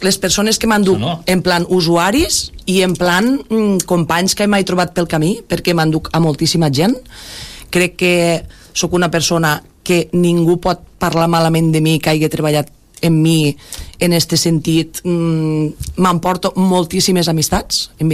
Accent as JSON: {"language": "Catalan", "town": "Tortosa", "region": "Catalonia", "country": "Spain", "tie": "born there", "moved": "as an adult", "lives_now": "Roquetes, Spain", "said": "Jo soc, o sigui, vaig néixer a Tortosa i soc de Roquetes."}